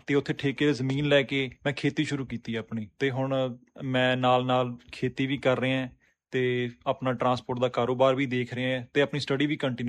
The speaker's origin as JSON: {"language": "Punjabi", "town": "Ralla", "region": "Punjab", "country": "India", "tie": "born or raised there", "also_born_or_lived": "Bathinda", "said": "ਹਾਂਜੀ ਬਾਈ ਜੀ, ਮੇਰਾ ਪਿੰਡ ਰੱਲਾ ਹੈ ਜੋ ਕਿ ਮਾਨਸਾ ਜ਼ਿਲ੍ਹੇ ਵਿੱਚ ਪੈਂਦਾ ਹੈ।"}